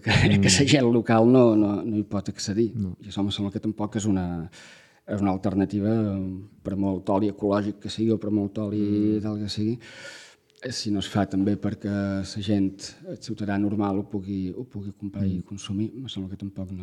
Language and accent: Catalan; Menorca, Balearic Islands, Spain; ens defineixen com a menorquins, com a menorquines, com a illa